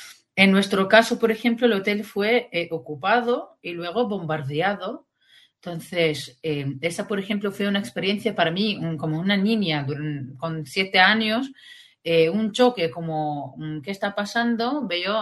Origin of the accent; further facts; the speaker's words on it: Beit Sahour, West Bank, Palestine; moved away as an adult; now in Spain; Así que yo he vivido toda mi infancia y mi juventud en Palestina, Luego salí para estudios, o sea, estoy en España terminando ahora el doctorado.